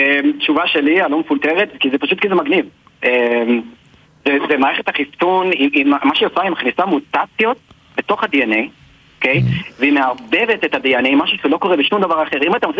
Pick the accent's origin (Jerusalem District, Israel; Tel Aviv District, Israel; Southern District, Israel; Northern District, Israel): Jerusalem District, Israel; Beit Shemesh; אני נולדתי, גדלתי בבית שמש, להורים אמריקאים.